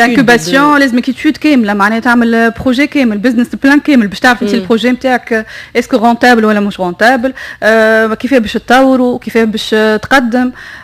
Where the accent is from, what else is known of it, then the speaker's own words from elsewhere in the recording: Tunisia; عندنا في تونس